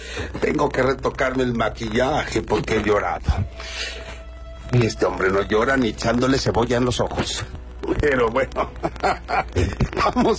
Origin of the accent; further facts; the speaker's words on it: Mexico; yo nunca me he educado en Europa donde son tan fríos y soy mexicano de estos que me emociono tanto y viva México